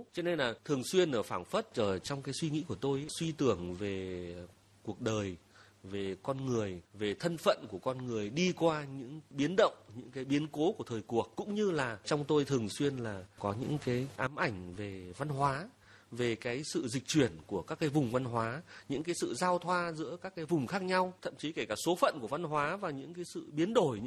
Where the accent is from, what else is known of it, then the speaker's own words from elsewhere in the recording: Hà Đông, Hanoi, Vietnam; Thế cho nên là mình lớn lên ở Hà Đông, trong khi quê ngoại và quê nội của mình là làng và là phố thì đều gần ở đó.